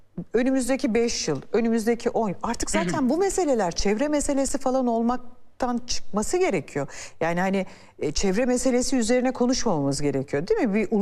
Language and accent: Turkish; Cizre, Şırnak Province, Turkey; Çünkü ben Cizreliyim. Onu söyleyeyim. İnanılmaz zordur gerçekten yaşam bakıldığında, özellikle bu mevsimde.